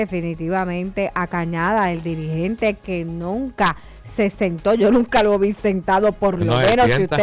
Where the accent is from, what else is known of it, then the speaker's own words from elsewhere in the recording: Puerto Rico; si algo nos distingue como puertorriqueños es que tenemos nuestro carácter, nuestra sazón, como le decimos aquí